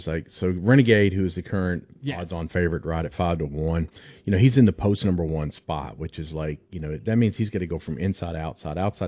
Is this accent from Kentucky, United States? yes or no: yes; Kentucky, United States; growing up in Kentucky, I would know this. I can sit there and say, I guess I'm not a true Kentuckian